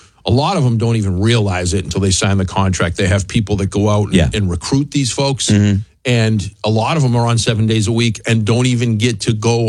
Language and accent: English; Hampton Beach, New Hampshire, United States; I'm a kid from Hampton Beach that's always looking for a street scam, right?